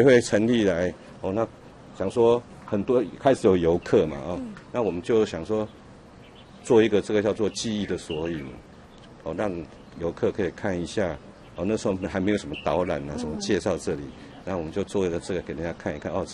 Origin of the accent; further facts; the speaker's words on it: Taipei, Taiwan; 我们从小在这边出生，啊，我在这边住了60几年了，